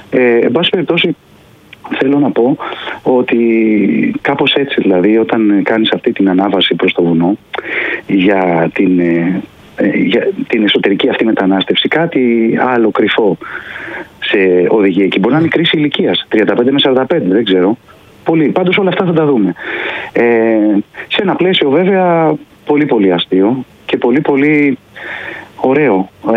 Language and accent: Greek; Athens, Attica, Greece; Όχι, είμαι Αθηναίος. Τους... Είμαι Αθηναίος που πάω στις Κουτσουπιές